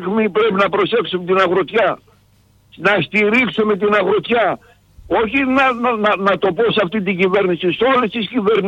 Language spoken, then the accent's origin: Greek; Ano Zervochori, Central Macedonia, Greece; από Άνου Ζερβουχώρη Ναούσης.